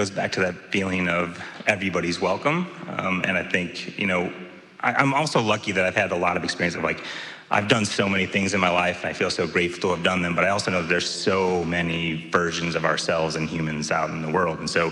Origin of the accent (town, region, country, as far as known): St. Louis, Missouri, United States; born or raised there